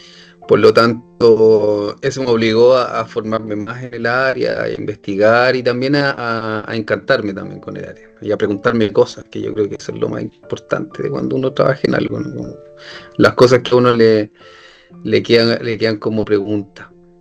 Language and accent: Spanish; Valparaíso, Chile; now in Santiago, Chile; nací en Valparaíso y me crié en Valparaíso, soy porteño.